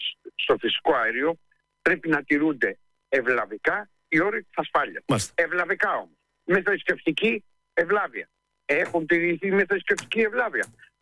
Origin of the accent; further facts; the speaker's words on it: Patras, Western Greece, Greece; Είχα την μεγαλύτερη τύχη να γεννηθώ στην Πάτρα.